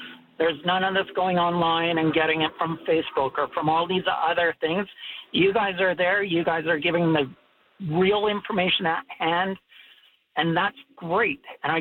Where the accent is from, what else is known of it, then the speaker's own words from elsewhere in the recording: Salmon Arm, British Columbia, Canada; I grew up here in Salmon Arm, and I remember the 1998 fire vividly.